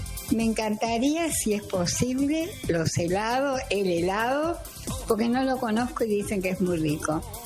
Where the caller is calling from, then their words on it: Buenos Aires, Argentina; de Colegiales.